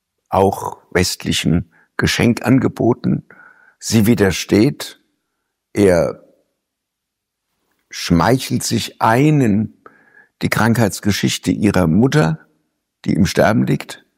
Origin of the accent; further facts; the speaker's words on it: West Germany, Germany; von mir als Wessi